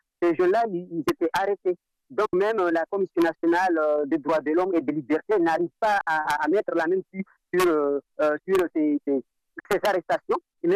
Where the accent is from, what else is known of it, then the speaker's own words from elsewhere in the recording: Mohéli, Comoros; born there; moi je suis né à Mouéli, mais j'ai un cousin qui habite à Mayotte